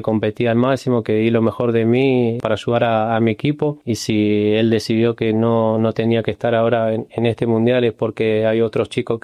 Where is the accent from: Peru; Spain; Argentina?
Argentina; moved away; yo como argentino lo voy a alentar